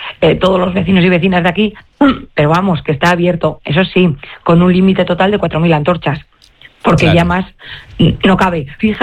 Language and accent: Spanish; Muskiz, Basque Country, Spain; Y somos de Musquiz, que no de Bilbao.